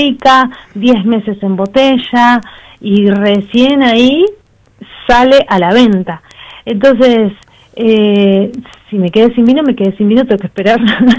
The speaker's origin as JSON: {"language": "Spanish", "town": "Zárate", "region": "Buenos Aires Province", "country": "Argentina", "said": "Actualmente estamos en la provincia de Buenos Aires, obviamente porque yo soy de Zárate"}